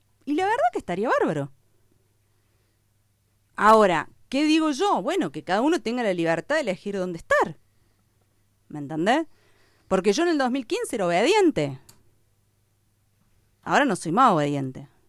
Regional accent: Capilla del Monte, Córdoba, Argentina; A mí me define mi conducta y mi gente en mi pueblo

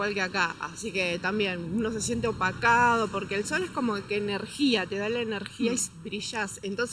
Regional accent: General Rodríguez, Buenos Aires Province, Argentina; Y vengo de Buenos Aires, de General Rodríguez.

